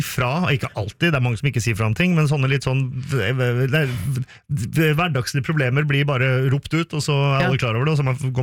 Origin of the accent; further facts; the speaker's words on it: Finland; Norwegian is a second language; Jeg er finsk, vet du.